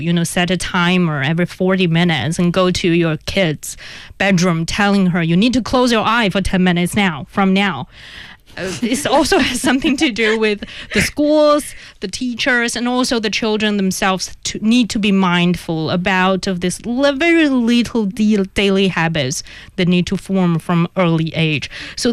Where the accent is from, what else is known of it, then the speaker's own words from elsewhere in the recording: Inner Mongolia, China; English is a second language; I'm from Inner Mongolia.